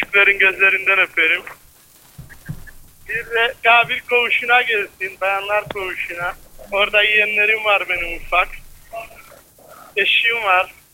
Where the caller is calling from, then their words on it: Dalaman, Muğla, Turkey; Dalaman Açık'tan arıyorum.